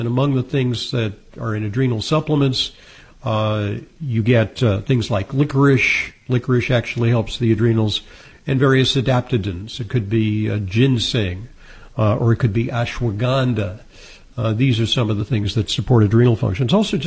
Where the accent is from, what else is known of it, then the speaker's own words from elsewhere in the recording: New York City, New York, United States; there's this thing going around in my hometown in New York City, Legionnaire's disease.